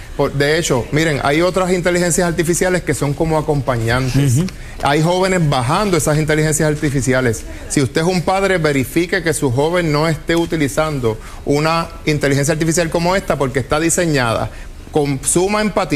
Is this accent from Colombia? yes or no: no; Puerto Rico; como puertorriqueños y como Puerto Rico entero.